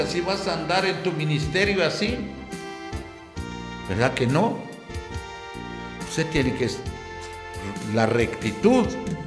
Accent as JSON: {"language": "Spanish", "country": "Guatemala", "said": "nosotros como campesinos guatemaltecos"}